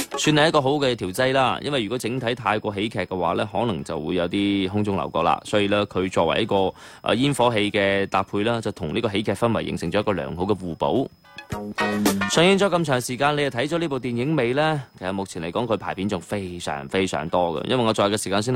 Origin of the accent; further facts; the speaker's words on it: Guangdong, China; 这个也是我们广东这边的朋友很想看的一个版本。